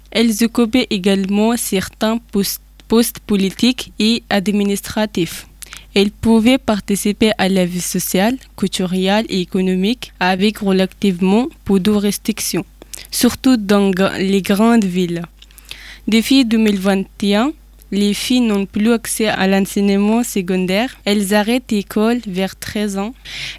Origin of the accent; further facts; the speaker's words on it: Afghanistan; French is a second language; now in France; je suis née et j'ai grandi en Afghanistan, dans un village où je vivais avec ma famille.